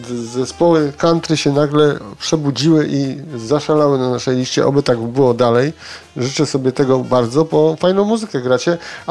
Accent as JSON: {"language": "Polish", "region": "Greater Poland Voivodeship", "country": "Poland", "accent": "Poznań-Leszno", "said": "słyszę ten zaśpiew poznańsko-leszczyński, który ja też mam, gdyż pochodzę z tamtych stron, jeśli chodzi o moją rodzinę."}